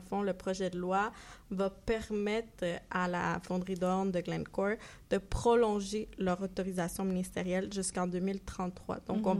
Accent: Colombia; il y a mon pays d'origine, en Colombie

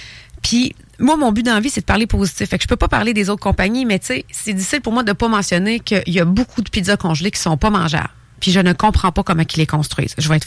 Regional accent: Thetford Mines, Quebec, Canada; C'est comme un peu, moi, bon, je viens de Tetford Mines

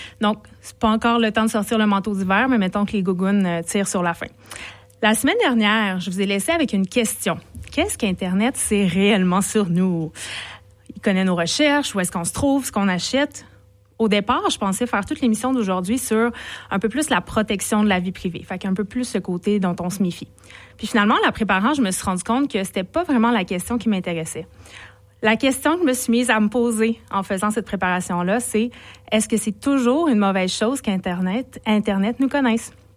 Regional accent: Lévis, Quebec, Canada; moved away; Je viens de Lévis, je vous en ai parlé la dernière fois.

